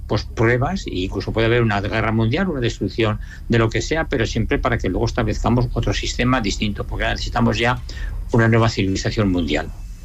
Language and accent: Spanish; Teruel, Aragon, Spain; now in Zaragoza, Spain